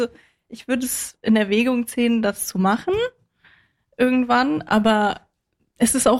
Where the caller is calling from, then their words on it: Germany; Nee, ich bin halb Tunesierin, halb deutsch, aber okay. Bin deutsch aufgewachsen.